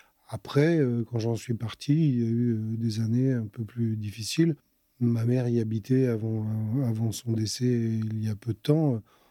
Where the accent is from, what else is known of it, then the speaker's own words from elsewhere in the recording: Caen, Normandy, France; also born or lived in Bellengreville; Ben moi, je suis né à Caen. J'ai quasiment toujours vécu à Caen. J'ai effectivement habité Bellengreville une époque.